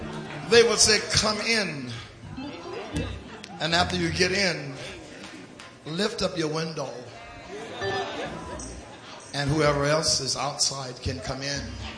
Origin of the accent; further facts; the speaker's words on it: Georgia, United States; since I'm from Georgia, it's all right for me to say, heist.